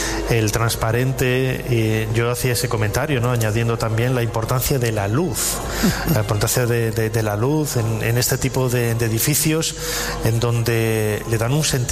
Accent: León, Castile and León, Spain; los componentes del programa de Ser Historia somos de León y estamos muy orgullosos de la catedral de nuestra ciudad, ¿no?

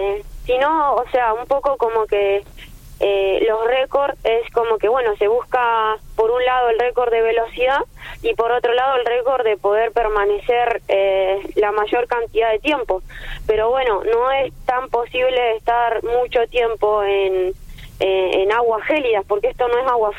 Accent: General Roca, Río Negro, Argentina; Yo soy de Río Negro, de General Roca

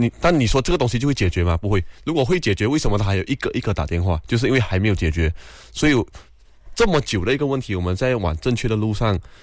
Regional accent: Malaysia

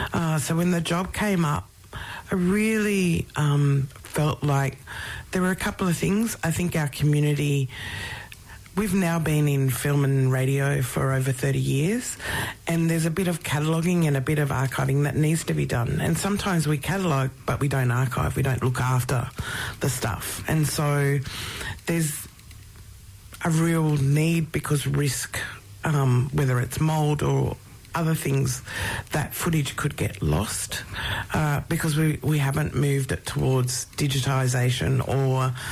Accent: Alice Springs, Northern Territory, Australia; born there; I was born on Mbantua, so to the Arunda mob in Central Australia.

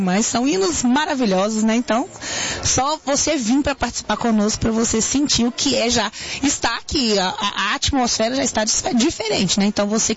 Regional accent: Uberlândia, Minas Gerais, Brazil; Nós somos lá de Uberlândia.

